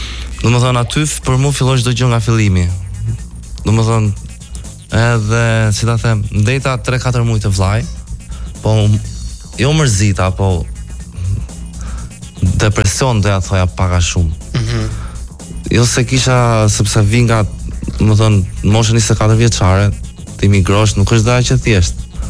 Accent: Tirana, Tirana County, Albania; në Tiranë, gjithashtu babai im, por me origjinë gjyshi ka ardhur nga Përmeti, është përmetar, ka ardhur i vogël.

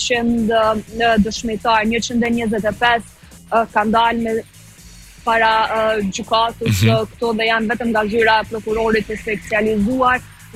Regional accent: Kosovo; nuk mund të pritet në sytë tanë si shqiptarë në Kosovës

